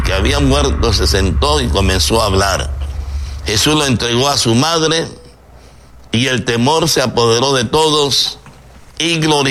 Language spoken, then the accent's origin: Spanish; Puerto Armuelles, Chiriquí, Panama; Yo soy porteño